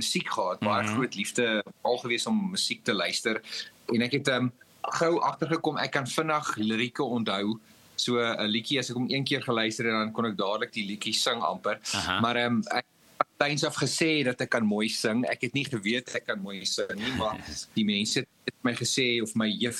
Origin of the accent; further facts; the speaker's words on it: George, Western Cape, South Africa; moved away as an adult; now in Pretoria, South Africa; ek het groot geword in George. In die Suid-Kaap. Ek het daar skool gegaan. En ek was in Uitenikwa. En dis omtrent dit, ja, ek het maar my kinderjare daar spandeer. En ek was so 21, 22, toe vat ek die groot trek Pretoria toe